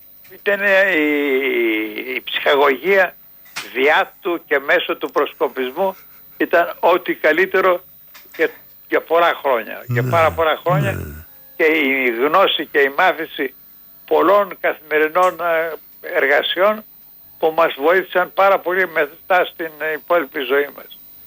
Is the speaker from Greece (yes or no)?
yes; Attica, Greece; Σε εξοχή μεγαλώσαμε σχεδόν στην Αθήνα, σε πράσια που μέναμε